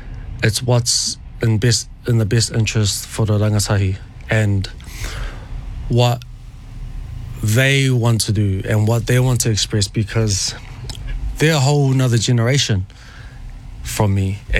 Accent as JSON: {"language": "English", "town": "Grey Lynn", "region": "Auckland", "country": "New Zealand", "tie": "born or raised there", "also_born_or_lived": "Niue", "said": "from Liku mo Hikutuvake. And half Nguyen, half Māori, grew up in Greyland."}